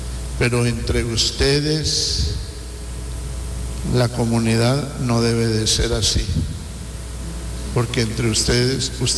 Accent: Teculután, Zacapa, Guatemala; Yo recuerdo que de niño crecí, soy de Teculután

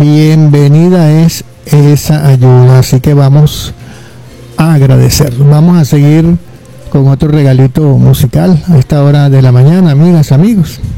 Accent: Venezuela; como venezolanos, agradecemos todo el apoyo que estamos recibiendo

